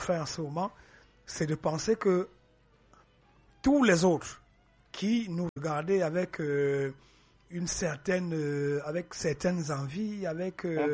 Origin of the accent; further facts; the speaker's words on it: Cameroon; je suis Camerounais, c'est sûr. Je suis journaliste, c'est sûr.